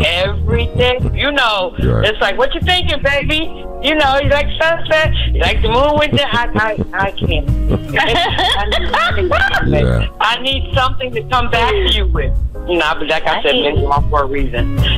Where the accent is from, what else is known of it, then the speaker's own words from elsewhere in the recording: The Bronx, New York, United States; from the Bronx. Good evening, everybody.